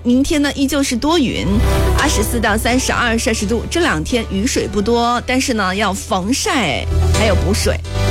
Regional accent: Guangdong, China; 咱们广东人

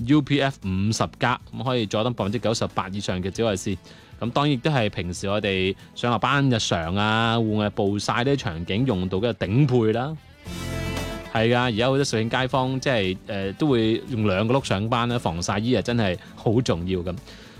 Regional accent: Guangdong, China; 我哋廣東人

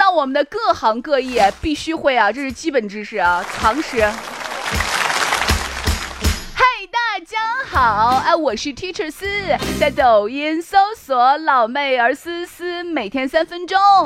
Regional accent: Shaanxi, China; 可是你知道我们陕西人叫 baby， 叫 baby 死就是 baby， 就是伯父的意思。

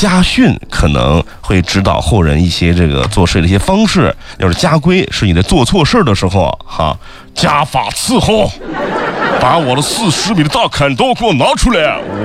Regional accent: China; 像我们中国人讲究的是姓氏的传承

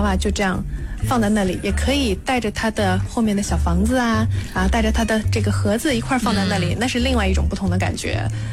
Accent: China

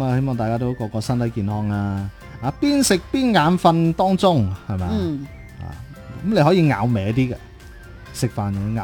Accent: China; 咁啊，都系感受到一方有难，八方支援嘅呢一种啊，我哋中国人啊， 一方有難，大家都支持嗰種咁樣

